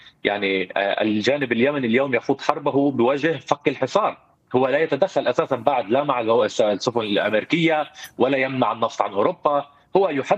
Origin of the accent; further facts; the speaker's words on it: Lebanon; ليس من مصلحتنا كلبنانيين